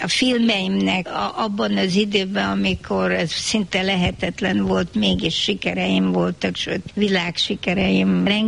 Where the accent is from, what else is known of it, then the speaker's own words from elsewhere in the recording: Hungary; magyar vagyok